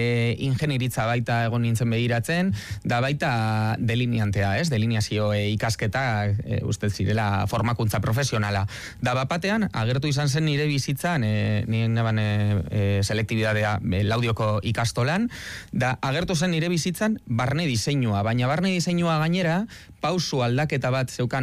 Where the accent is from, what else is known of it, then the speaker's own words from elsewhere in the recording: Amurrio, Basque Country, Spain; also born or lived in Bilbao; Bilbon jaioa, bai, baina, bueno, Amurrioarra